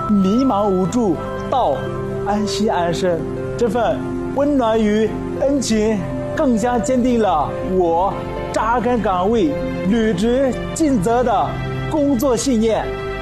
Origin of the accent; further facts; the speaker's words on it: Lhatse, Tibet, China; 2025年1月7日，西藏日喀则定日县发生6.8级地震，我的家乡拉孜县芒布乡距震中仅70公里，我家的房子在地震中倒塌了